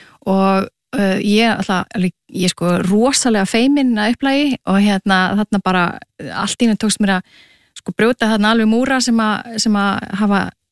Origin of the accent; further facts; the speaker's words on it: Reykjavík, Capital Region, Iceland; já, ég er reykvíkingur og er sem sagt alinn upp í hérna í Laugardalinn, eða í hverjunni við Laugardalinn og hérna og var í Langholtsskóla.